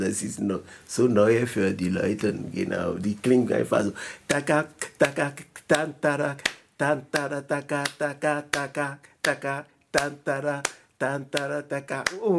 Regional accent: Benin; moved away; Ich komme aus Benin, Westafrika.

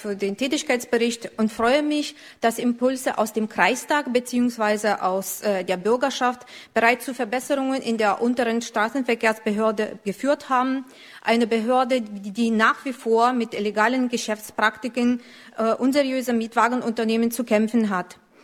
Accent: Lithuania; first language Lithuanian; German is a second language; Meine Muttersprache ist Litauisch und ich habe in der damaligen Sowjetunion eine der litauischen Schulen besucht, die in Litauen die Mehrheit ausmachten.

